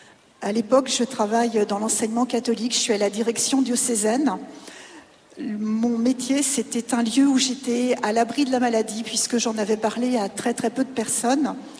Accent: Nantes, Pays de la Loire, France; j'ai 53 ans, je viens de Nantes.

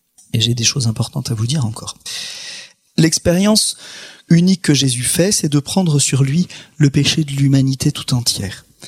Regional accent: France; on est français en plus d'être chrétien

